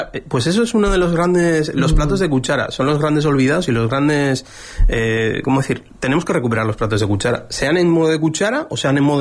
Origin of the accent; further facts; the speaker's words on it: Spain; Aquí en España tenemos...